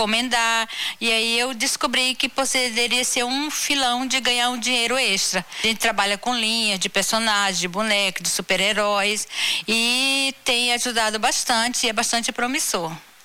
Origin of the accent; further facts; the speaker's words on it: Mâncio Lima, Acre, Brazil; now in Rio Branco, Brazil; eu sou de Manso Lima